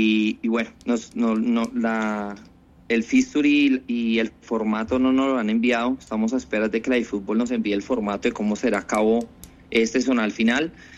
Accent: Bogotá, Colombia; Soy nacido, criado en Bogotá, estuve más de 12 años trabajando en la Liga de Fútbol de Bogotá

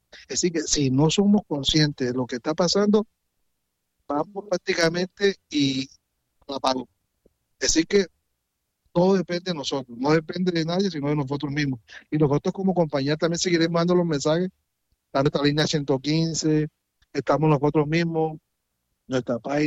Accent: Caribbean Region, Colombia; now in Meta, Colombia; yo no soy de la región, vengo de una región un poco más calurosa, la región Caribe.

